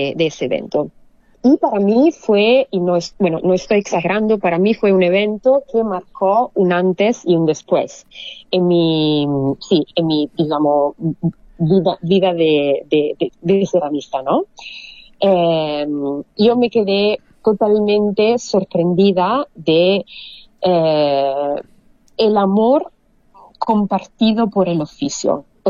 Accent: Italy; born there; Spanish is a second language; cuando volví a Italia fue bajar al río de mi pueblito, entonces, no de Torino, sino de donde originariamente, donde

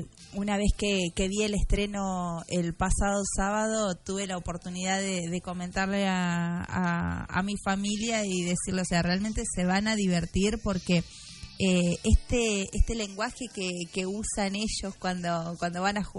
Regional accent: Argentina; tenemos los y las argentinas que tenemos un acento que nos caracteriza en cada región y en cada provincia.

